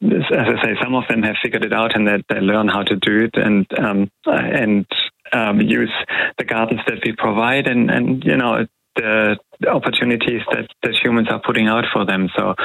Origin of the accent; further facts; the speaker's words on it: Australia; So as an Australian, even if you watch a Hollywood movie, you'll sit up and think, oh, I know what that bird is.